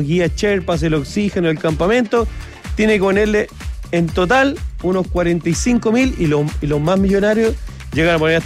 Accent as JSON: {"language": "Spanish", "country": "Chile"}